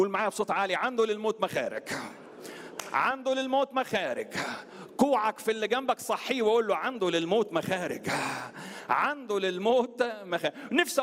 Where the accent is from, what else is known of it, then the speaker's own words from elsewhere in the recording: Alexandria, Alexandria Governorate, Egypt; عندنا في اسكندرية في سيدي بشر